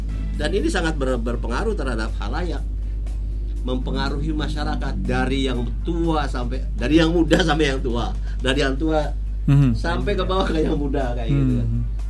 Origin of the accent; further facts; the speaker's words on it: Indramayu, West Java, Indonesia; asli Montermayu